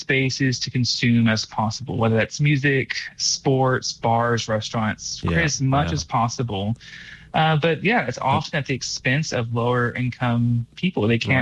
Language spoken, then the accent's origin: English; Austin, Texas, United States; moved away as an adult; I grew up around Austin, so music has always been part of my life.